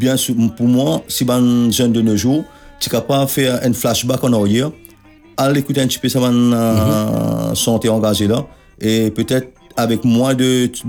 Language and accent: French; Mauritius; Mais en tant que Mauricien, en tant que citoyen, moi, je n'ai pas le droit de laisser mon pays brûler.